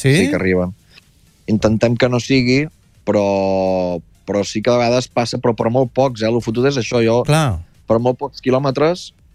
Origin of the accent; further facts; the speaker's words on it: La Bisbal d'Empordà, Catalonia, Spain; jo tinc la gran sort que els músics tots som de la Bisbal